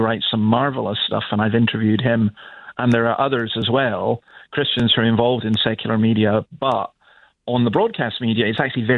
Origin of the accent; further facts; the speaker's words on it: Scotland, United Kingdom; Well, I'm a Scotsman